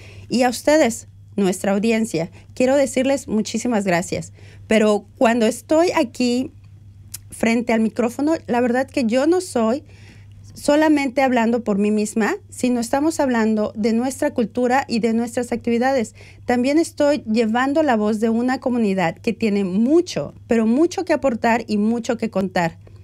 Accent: Mexico; now in Melbourne, Australia; soy mexicana

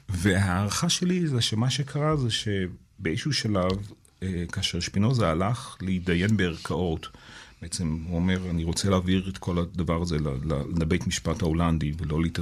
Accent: Bnei Brak, Tel Aviv District, Israel; moved away as an adult; now in United States; אני גדלתי בבני ברק על הגבול שבין העולם של הכיפות הסוגות לעולם החרדי. תקופה מסוימת עזבתי את העולם הדתי, חזרתי אליו.

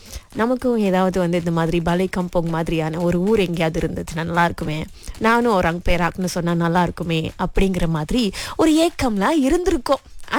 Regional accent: Selangor, Malaysia; ஒன்று நாம அதாவது ஸ்லாங்கூர்காரவங்க

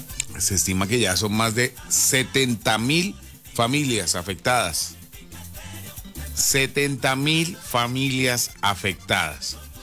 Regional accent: Colombia; nosotros como colombianos

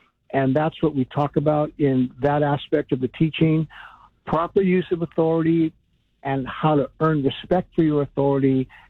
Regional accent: Los Angeles, California, United States; And I grew up in Northeast L.A., which is, you know, there's known for violence and gangs and drugs and things like that.

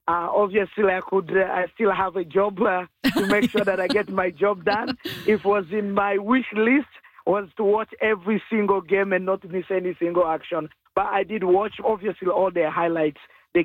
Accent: DR Congo; now in Canada; my home country, the DRC, Republic of Democratic of Congo.

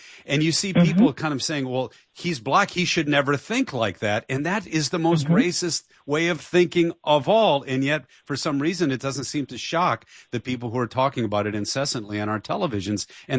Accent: Detroit, Michigan, United States; growing up in Detroit

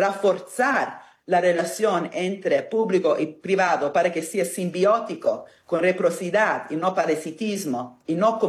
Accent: Italy; Spanish is a second language; Recordámonos que soy italiana, ¿no? Donde la mafia, ¿sí?, es nuestro más grande esfuerzo.

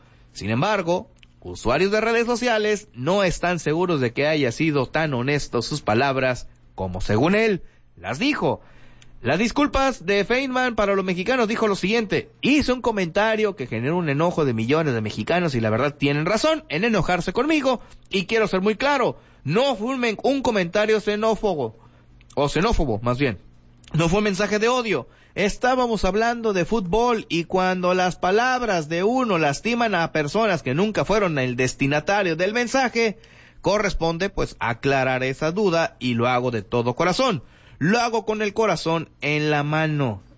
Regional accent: Mexico; queremos ser como los argentinos, les envidiamos prácticamente toda la vida

